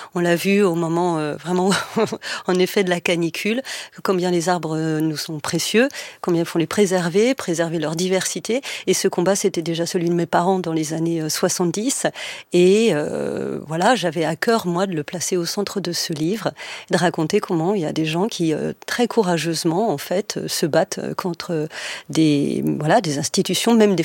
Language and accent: French; Bourgogne-Franche-Comté, France; now in Paris, France; moi qui suis à Paris pour mon travail, donc d'éditrice depuis maintenant 25 ans, je me sens toujours une provinciale et particulièrement une fille du Morvan et des forêts.